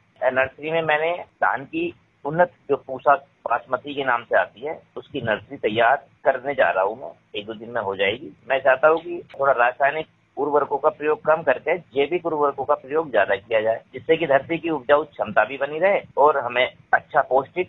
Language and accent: Hindi; Gajraula, Uttar Pradesh, India; गजरोला, जिला अमरोहा का रहने वाला हूँ।